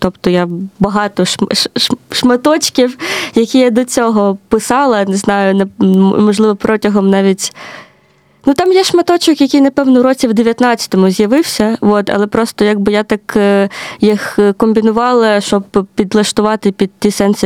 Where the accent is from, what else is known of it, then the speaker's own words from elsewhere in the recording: Kharkiv, Kharkiv Oblast, Ukraine; в Харкові більше за все, тому що це моє рідне місто.